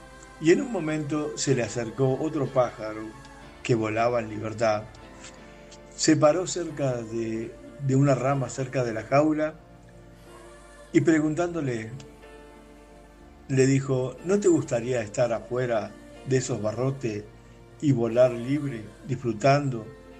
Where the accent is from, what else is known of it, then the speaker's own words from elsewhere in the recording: Argentina; soy de Argentina.